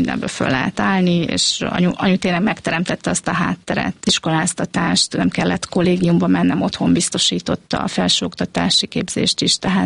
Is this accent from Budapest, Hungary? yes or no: no; Szeged, Csongrád-Csanád, Hungary; born there; Igen, hát én Szegeden születtem